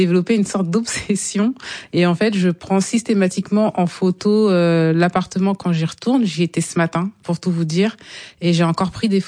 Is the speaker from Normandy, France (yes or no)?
yes; Canteleu, Normandy, France; Mais comment ça de Normandie, vous venez d'où? Je dis bah Rouen, mais Rouen, enfin Canteleu, mais où, près de Rouen, donc bah en Normandie.